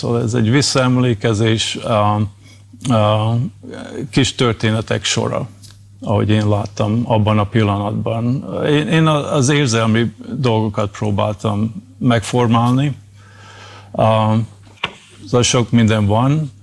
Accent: Hungary; moved away as an adult; also born or lived in Budapest; now in New York, United States; Én Budapesten születtem, és Debrecenben, Szamoskéren nőttem föl egy kis faluban.

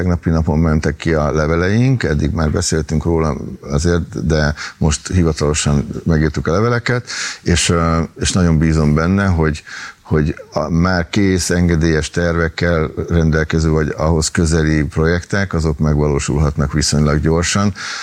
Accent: Budapest, Hungary; újpesti vagyok, onnan származom, ugye, és gyakorlatilag abban az utcában lesz az új metró megálló, ahol felnőttem, tehát Rózsa utcában

